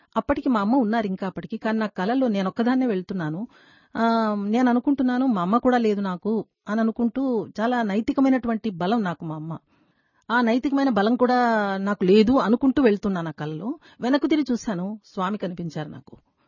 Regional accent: Andhra Pradesh, India; నాకు అప్పుడు చాలా నచ్చింది, ఎందుకంటే నేను రాయలసీమ దాన్ని, స్వామి రాయలసీమ సంబంధించినటువంటి వారు, తీపులు చాలా బాగున్నాయి స్వామి అని అన్నాను.

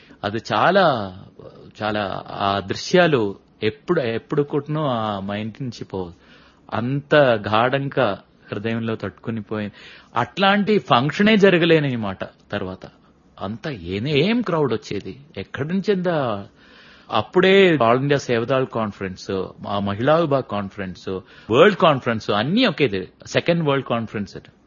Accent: Kerala, India; Telugu is a second language; moved away; నేను అప్పుడు బాల్వికాస్ లో చదువుతున్నాం మా ఊర్లో కేరళలో.

